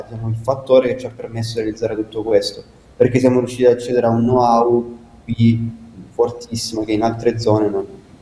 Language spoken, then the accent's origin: Italian; Casarano, Apulia, Italy; nonostante sia io e Marco siamo nati e cresciuti a Caserano